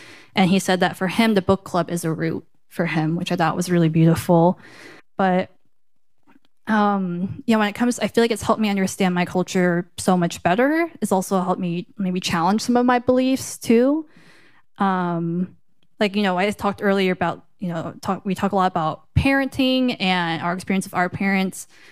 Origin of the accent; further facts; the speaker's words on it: Midwest, United States; I grew up in my parents' nail salon surrounded by other Vietnamese folks. But I grew up in the Midwest, actually.